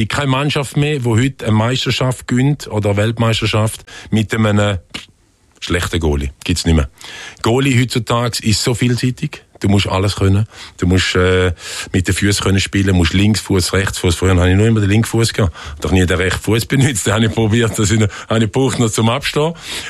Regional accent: Frauenfeld, Thurgau, Switzerland; Wir hier in der Nähe von Winterthur aufgewachsen im Frauenfeld.

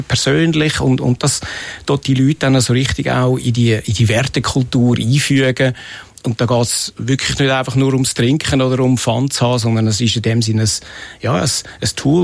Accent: Zurich, Switzerland; born or raised there

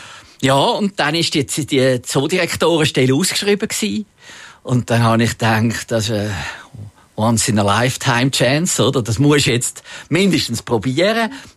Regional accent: Zurich, Switzerland; Aber natürlich bin ich aufgewachsen in Zürich und der Zoo ist näher gewesen und ich bin sehr viel im Zoo gewesen.

